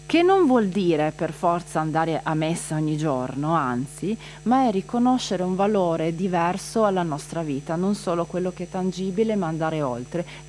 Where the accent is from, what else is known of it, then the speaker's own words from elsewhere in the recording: Friuli-Venezia Giulia, Italy; Ma noi siamo un po' strani perché siamo in Venezia Giulia, ma sì, siamo anche friulani.